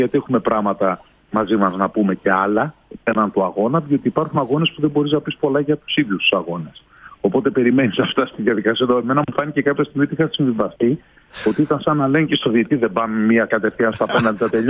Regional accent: Greece; ως Έλληνες θα θέλαμε πάρα πολύ να ζει και η ομάδα μας εδώ μέσα

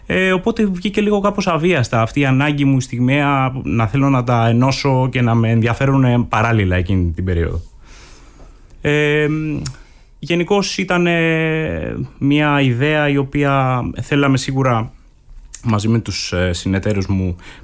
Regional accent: Crete, Greece; Και επειδή γενικώς μεγάλωσα στην Κρήτη, έχω ιδιαίτερη αγάπη προφανώς για το τόπο

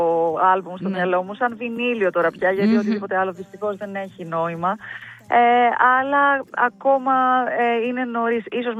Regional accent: Cyprus; moved away; στην πατρίδα μου και πατρίδα του Ευαγόρα φυσικά, στην Κύπρο

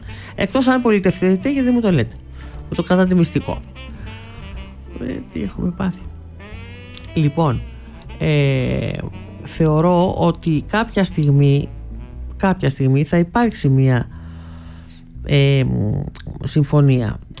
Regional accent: Greece; εμείς ως Έλληνες.

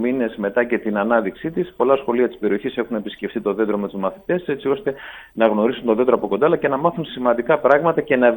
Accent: Peloponnese, Greece; Κατάγομαι και από τη Μεσσηνία, γνώριζα περισσότερο τον τόπο εκεί.

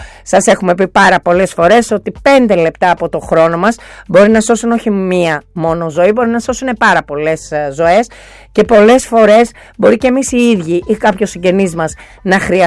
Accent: Greece; ως Έλληνες οδηγοί

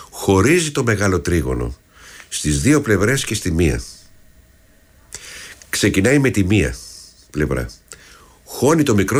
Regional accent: Athens, Attica, Greece; Και έμαθα ότι είμαστε μουσικοί από την Αθήνα και ότι παίζουμε λαϊκά με μπουζούκια, με μπαγλαμάδες κτλ.

